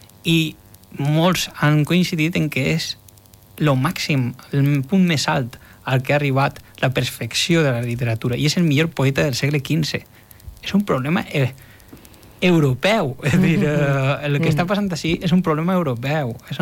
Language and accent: Catalan; Gandia, Valencian Community, Spain